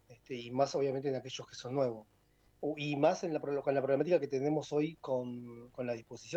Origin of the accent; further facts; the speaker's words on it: Avellaneda, Buenos Aires Province, Argentina; Yo soy de Avellaneda